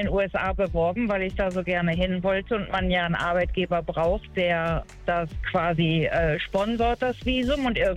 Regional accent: Germany; moved away as an adult; also born or lived in Sweden / Netherlands / Ireland; In Deutschland natürlich, wo ich aufgewachsen bin. Und dann bin ich nach Schweden gegangen, weil ich so toll fand dort. Bin ich direkt da geblieben für fast 4 Jahre. Bin dann beruflich in die Niederlande und danach beruflich nach Irland.

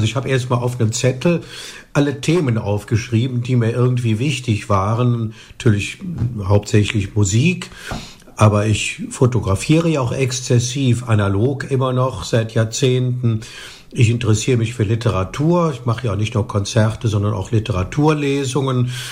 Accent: Cologne, North Rhine-Westphalia, Germany; Ja, ich bin in Köln geboren, aber auch nie woanders als mitten in Köln gelebt.

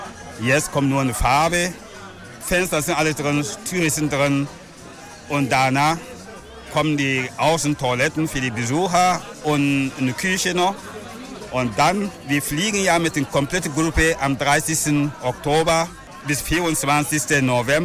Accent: Ouaregou, Burkina Faso; now in Köln, Germany; Ich komme ja aus Burkina Faso. Es ist ein Zentrum S von Burkina Faso. Der Ort, Name ist Ouaregou.

